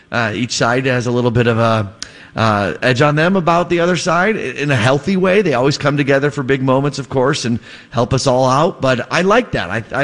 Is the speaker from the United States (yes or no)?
yes; Downers Grove, Illinois, United States; I grew up in Downers Grove